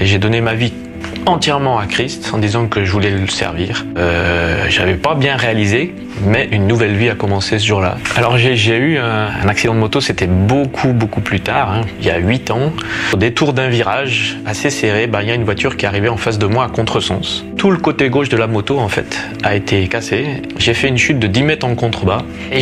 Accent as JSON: {"language": "French", "country": "France", "lives_now": "Switzerland", "said": "je suis français, je vis en Suisse. Je suis issu d'une famille catholique pratiquante."}